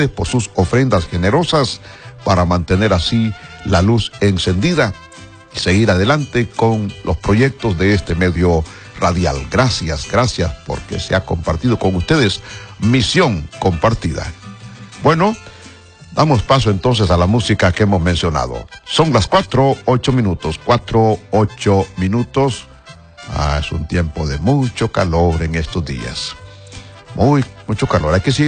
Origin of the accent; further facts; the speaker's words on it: Honduras; sobre nosotros aquí como nación hondureña.